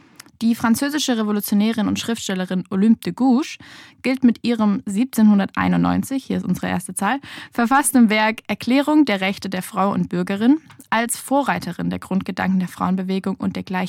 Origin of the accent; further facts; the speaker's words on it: Baden-Württemberg, Germany; das sage ich nicht oft als echte Schwäbin.